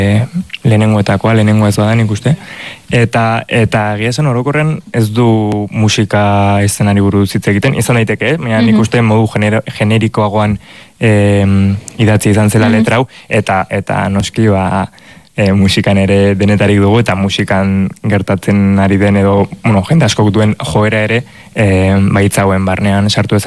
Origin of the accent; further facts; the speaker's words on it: Pamplona, Navarre, Spain; ni Iruñekoa naiz, beti anik bizi izan naiz Iruñan